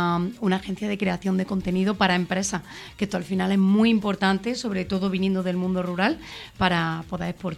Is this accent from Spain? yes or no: yes; Andalusia, Spain; yo vengo de Los Pedroches, al final del mundo rural